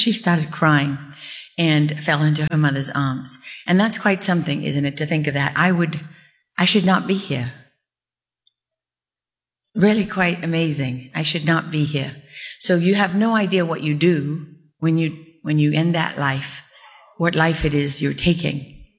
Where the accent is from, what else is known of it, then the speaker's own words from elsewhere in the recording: South Africa; So she said, I was sort of what we call in South Africa a lamaki, because I'm born and raised in South Africa.